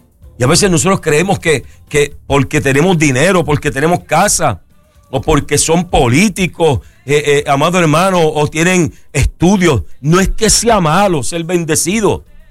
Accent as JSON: {"language": "Spanish", "country": "Puerto Rico", "tie": "born or raised there", "said": "en el barrio donde yo me crié, en Algarrobo, por allí en Caimito"}